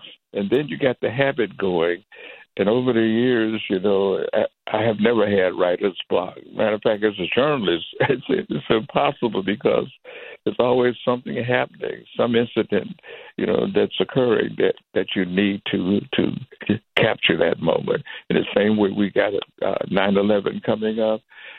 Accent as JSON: {"language": "English", "town": "Detroit", "region": "Michigan", "country": "United States", "tie": "born or raised there", "said": "growing up in Motown"}